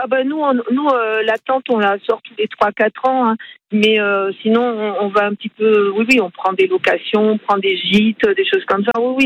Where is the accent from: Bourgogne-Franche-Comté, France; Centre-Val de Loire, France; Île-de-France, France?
Centre-Val de Loire, France; Orléans; now in Marseille, France; Je suis d'Orléans, je ne suis pas du Sud. Donc, ça fait 26 ans qu'on est à Marseille